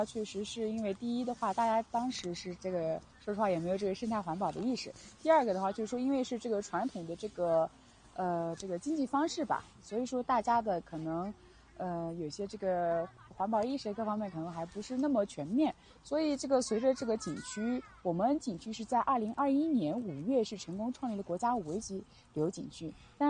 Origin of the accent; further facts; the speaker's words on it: Xinjiang, China; 那么我也是一个这个本地的一个哈萨克族，那么在这个小时候在这边也是体验过这个赛湖。